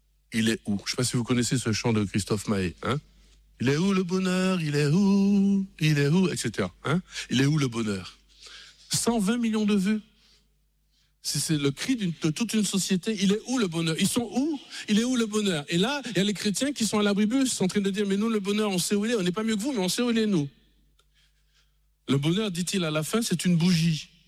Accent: Martinique

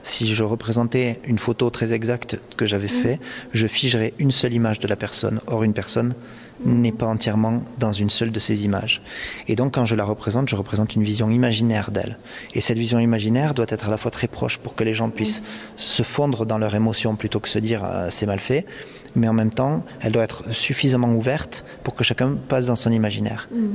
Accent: Occitanie, France; Je suis un enfant du pays

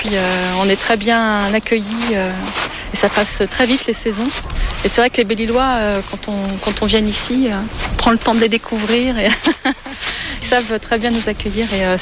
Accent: Pornichet, Pays de la Loire, France; Je viens du côté de Pornichet, un peu plus urbanisé qu'ici.

